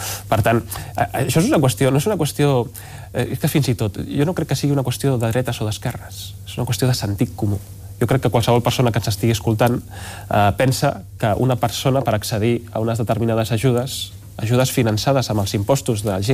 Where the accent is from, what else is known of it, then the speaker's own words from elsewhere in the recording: Badalona, Catalonia, Spain; vostè sap que jo sóc de Badalona